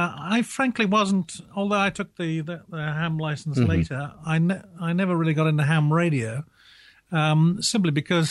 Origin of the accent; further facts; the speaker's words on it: Norwich, East of England, United Kingdom; also born or lived in Hertford; I moved with my parents from Hartford to Norwich. And I went to school in Norwich and went to university in Durham.